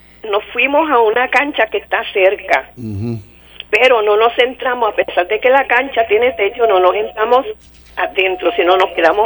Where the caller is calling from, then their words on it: Sabana Grande, Puerto Rico; Sí, vivo en Sabana Grande, pero el barrio en el que vivo pega a Guánica.